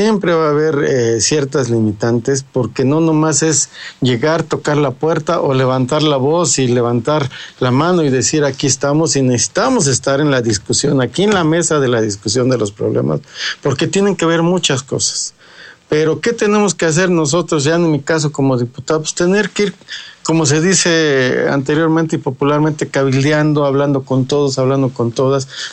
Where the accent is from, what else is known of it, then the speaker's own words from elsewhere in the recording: Puebla, Mexico; Soy de una junta auxiliar, soy de San Sebastián de Aparicio, aquí muy cerquita del Estadio Cuauhtémoc, allá adelantito.